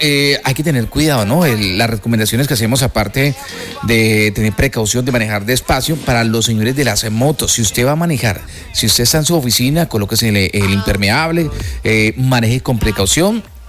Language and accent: Spanish; Villavicencio, Meta, Colombia; yo siendo de acá de Villavicencio, siendo llanero